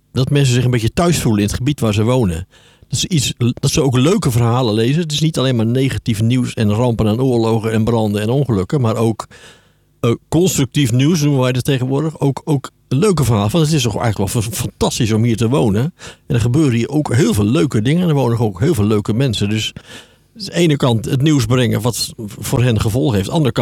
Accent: Barneveld, Gelderland, Netherlands; moved away as an adult; also born or lived in Voorthuizen / Schagen / Katwijk; In Barneveld ook, waar ik vandaan kom. Ik heb in Voorthuizen gewoond.

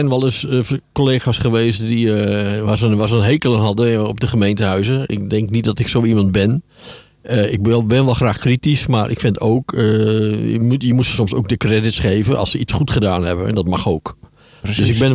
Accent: Barneveld, Gelderland, Netherlands; moved away as an adult; also born or lived in Voorthuizen / Schagen / Katwijk; In Barneveld ook, waar ik vandaan kom. Ik heb in Voorthuizen gewoond.

